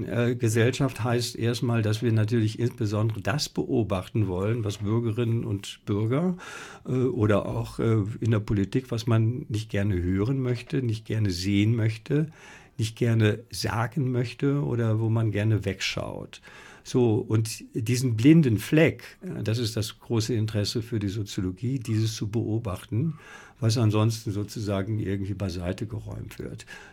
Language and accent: German; Iserlohn, North Rhine-Westphalia, Germany; born there; Ja, Iserlohn. Mhm. Iserlohn, das ist in Südwestfalen, 100.000 Einwohner.